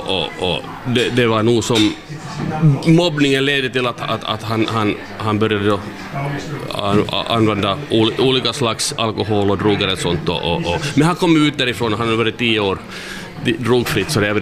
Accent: Karleby, Central Ostrobothnia, Finland; Skärgården betyder nog för mig att jag är uppväxt i Karleby och nära Karleby finns en plats som heter Öja, och där har jag tillbringat på en ö min barndom

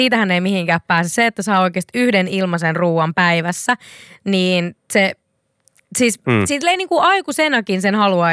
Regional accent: Seinäjoki, South Ostrobothnia, Finland

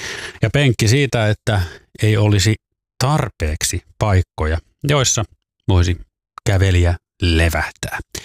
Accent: Loviisa, Uusimaa, Finland; moved away; Muistan, että kotikaupungissani Loviisassa, jos menen nykyään käymään vuosikymmenten jälkeen

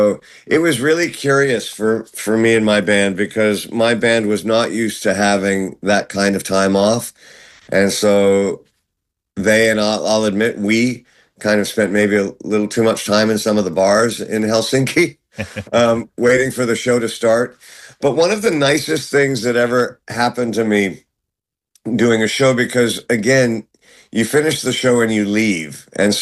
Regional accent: London, United Kingdom; born there; Yes, I was born in London, at St. Mary's Hospital, and it's my family is actually from Scotland.

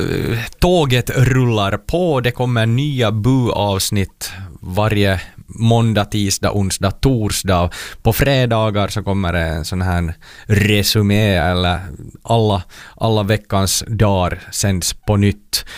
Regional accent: Ostrobothnia, Finland; jag är som österbottning.

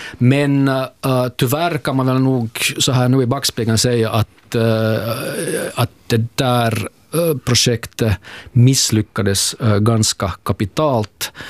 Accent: Kronoby, Ostrobothnia, Finland; moved away as an adult; also born or lived in Saint Petersburg, Russia; now in Helsinki, Finland; min hemstad är inte Jakobstad, okay. utan jag har växt upp i det där stolta Kronoby.

